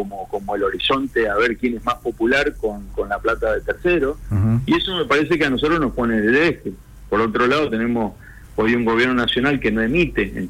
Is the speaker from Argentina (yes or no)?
yes; Argentina; now in Cuyo, Argentina; soy el representante de la Unión Industrial Argentina acá en Cuyo